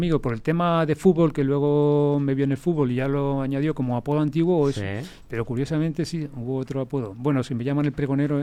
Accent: Monzón, Aragon, Spain; lo voy a dar todo por mi pueblo

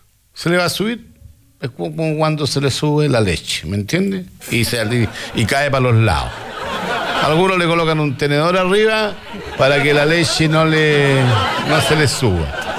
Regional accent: Chile; somos los chilenos

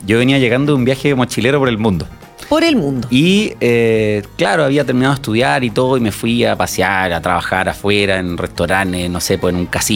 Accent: Santiago, Santiago Metropolitan Region, Chile; yo por el fondo vengo de Santiago, ciudad grande, todo pasando

